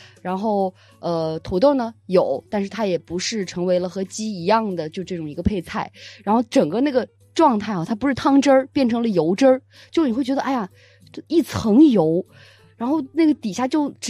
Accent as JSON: {"language": "Chinese", "region": "Xinjiang", "country": "China", "said": "我们新疆人好爽"}